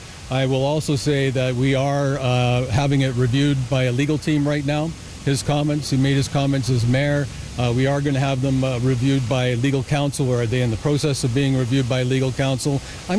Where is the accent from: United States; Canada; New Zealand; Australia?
Canada; I'm very Canadian. I'm proud to be Canadian.